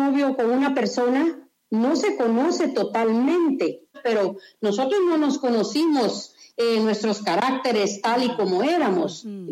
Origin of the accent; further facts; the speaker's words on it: Guatemala; now in Providence, United States; Nosotros venimos de Guatemala, ambos, uh-huh. Y lo más curioso es de que vivíamos, que solo un río dividía las dos aldeas donde nosotros vivíamos, y nunca nos conocimos allá. Uh-huh. Y venimos a conocernos acá en Estados Unidos, en Providence, Rhode Island. Uh-huh. Ya tenemos yo tengo 40 años de vivir acá en Providence